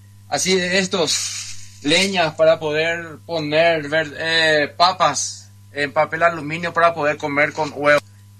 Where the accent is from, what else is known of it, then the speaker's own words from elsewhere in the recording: Paraguay; Estamos tres compañeros acá, somos paraguayos, estamos viniendo de Chile, queremos irnos a Paraguay.